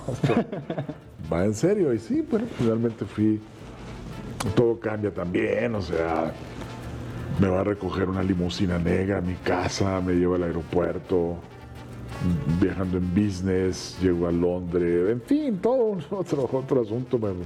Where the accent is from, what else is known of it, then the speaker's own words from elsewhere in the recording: Nayarit, Mexico; Yo soy de Nayarit, pero aquí estoy.